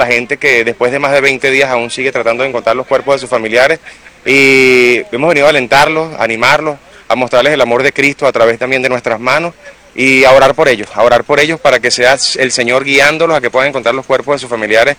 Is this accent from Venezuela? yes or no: yes; Venezuela